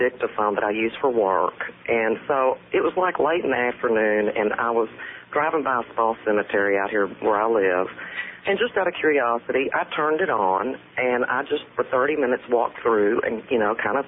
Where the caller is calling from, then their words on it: Cedarville, Texas, United States; I'm from Cedarville, Texas. It's outside of Dallas. I listen to KLIF on 570.